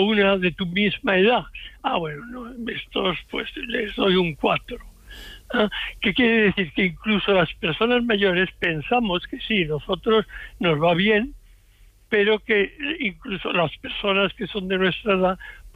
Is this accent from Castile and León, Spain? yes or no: no; Seville, Andalusia, Spain; born there